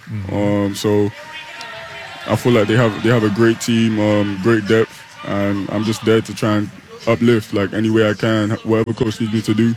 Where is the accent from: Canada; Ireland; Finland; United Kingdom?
United Kingdom; London; Yeah, 100%.